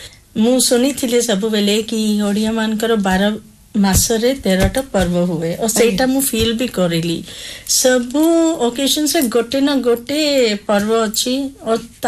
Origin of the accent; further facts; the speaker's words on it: Charbatia, Odisha, India; also born or lived in Delhi / Mumbai / Punjab; ମୋର ଜନ୍ମ ହେଇଥିଲା ଦିଲ୍ଲୀରେ, କିନ୍ତୁ ବାପା ଏୟାରଫୋର୍ସରେ ଥିଲା ବେଳେ ବହୁତ ମାନେ ମୁମ୍ବାଇ, ଦିଲ୍ଲୀ, ପଞ୍ଜାବ ବୁଲିଥିଲି। ମୁଁ ଛୋଟ ଥିଲି, 1971ରେ ବାପା ଏୟାରଫୋର୍ସ ଛାଡ଼ିକି ଏଆରସି ଚାରବାଟିଆ ଏଠି ଜଏନ୍ କରିଲେ।